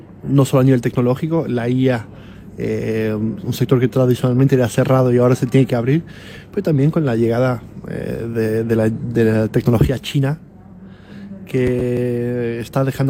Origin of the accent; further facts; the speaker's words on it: Portugal; moved away as an adult; also born or lived in Madrid, Spain; yo soy portugués, pero he vivido 10 años en Madrid